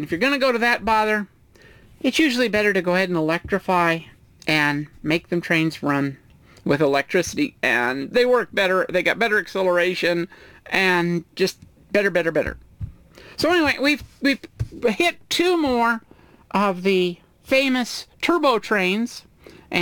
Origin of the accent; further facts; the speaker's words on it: the West, United States; I'm from the West.